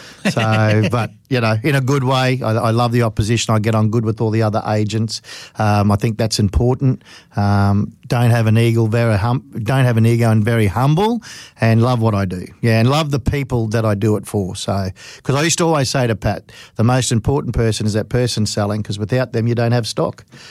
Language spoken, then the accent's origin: English; Rockhampton, Queensland, Australia; is someone that's lived in this great town for 58 years. I'm 58 now.